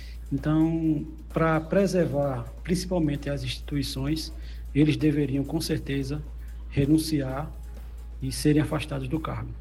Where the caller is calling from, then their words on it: Feira Nova, Pernambuco, Brazil; Sou aqui de Feira Nova.